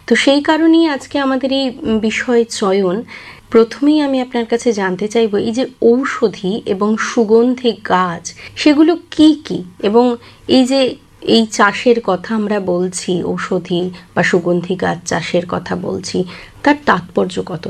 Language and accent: Bangla; West Bengal, India; আমরা সাধারণত পশ্চিমবঙ্গের মানুষ ধারাবাহিক চাষ বা প্রথাগত চাষেই বিশ্বাসী